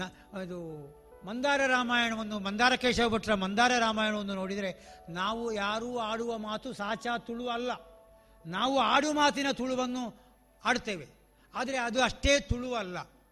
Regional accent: Karnataka, India; born there; ಒಂದೆಡೆಯಲ್ಲಿ ತುಳುನಾಡು ತಾಯಿ ಇದ್ಲು, ಇನ್ನೊಂದರಲ್ಲಿ ಕನ್ನಡ ತಾಯಿ ಇದ್ಲು. ಹಾಗಾಗಿ ಕನ್ನಡ ತಾಯಿಯ ತುಳುದೇವಿಯ ಎರಡು ಮಕ್ಕಳ ಆರೈಕೆಯಲ್ಲಿ ನಾನು ಬೆಳೆದಿದ್ದೇನೆ.

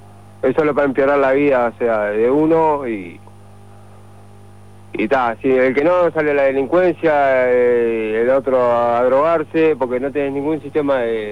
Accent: Buenos Aires, Argentina; also born or lived in Montevideo; En este sentido, mira, nací en Montevideo y me crié en Buenos Aires.

